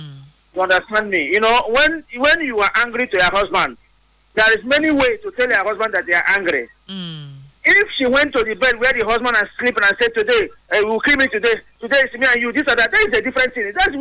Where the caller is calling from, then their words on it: Port Harcourt, Rivers, Nigeria; from Borokiri.